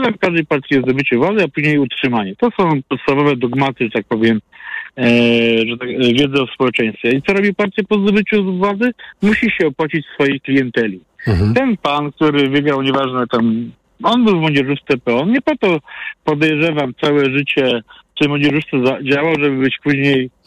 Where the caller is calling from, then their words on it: Poznań, Greater Poland Voivodeship, Poland; U nas w Poznaniu są teraz aresztowania za korupcję.